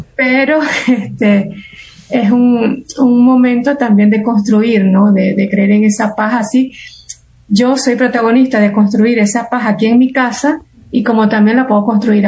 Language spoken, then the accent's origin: Spanish; Venezuela; moved away as an adult; now in Santo Domingo, Dominican Republic; yo soy venezolana. Yo vivo en una comunidad, yo soy una laica consagrada. Como bien decía Zenaida, de la Iglesia Católica. Y estoy acá en República Dominicana